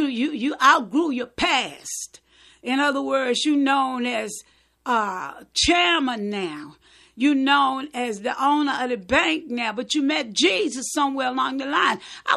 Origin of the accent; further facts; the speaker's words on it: United States; I grew up in Camp Grove